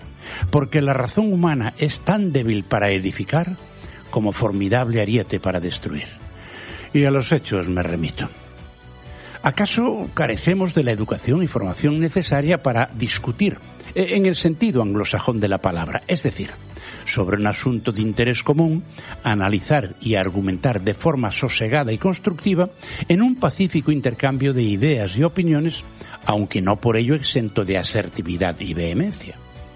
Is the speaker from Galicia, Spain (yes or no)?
yes; Santiago de Compostela, Galicia, Spain; born there; mi tierra, más exactamente de mi pueblo, de Santiago de Compostela